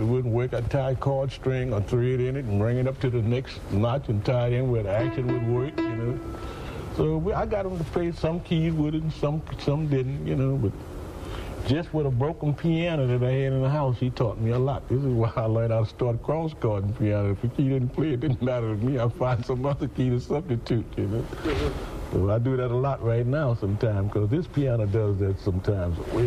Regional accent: Bogalusa, Louisiana, United States; born there; I was born in Bugaloosa.

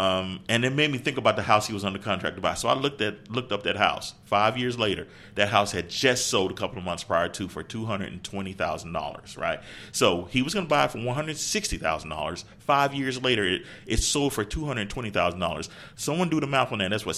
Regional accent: Pine Bluff, Arkansas, United States; I'm from Pine Bluff.

